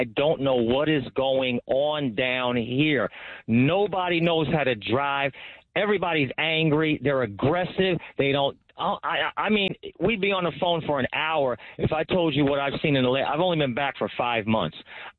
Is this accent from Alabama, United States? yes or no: no; New Jersey, United States; moved away as an adult; also born or lived in Maryland / Washington, D.C.; now in Howard County, Maryland, United States; So listen, I'm from New Jersey, originally born and raised. I came to work down here in 1985. I worked in Washington up until 2001 when 9/11 hit.